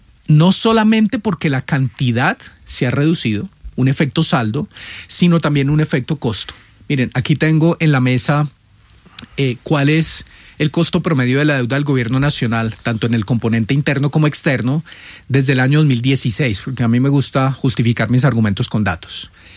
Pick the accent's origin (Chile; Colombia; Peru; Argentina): Colombia